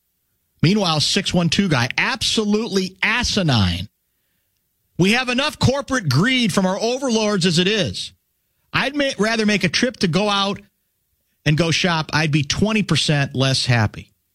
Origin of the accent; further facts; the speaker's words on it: Shakopee, Minnesota, United States; When I was growing up in Shakopee, there was a residential grocery store, Christensen's Grocery, and it ran across the street from the school.